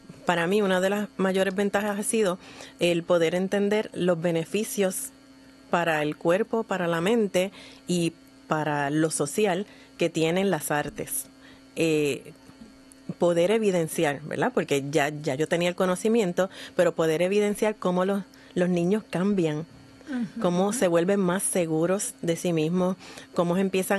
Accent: San Juan, Puerto Rico; now in Carolina, Puerto Rico; yo soy, me crié en Santurce, en Villa Palmera, estudié prácticamente toda mi vida estudiantil por allá, excepto los últimos años, siempre he vivido en Carolina. Pero toda mi familia es de Villa Palmera y pues yo estudié por allá todo el tiempo.

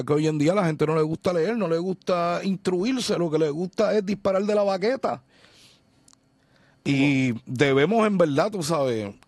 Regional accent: Puerto Rico; Y en nuestro ADN también somos españoles, somos indios, somos africanos.

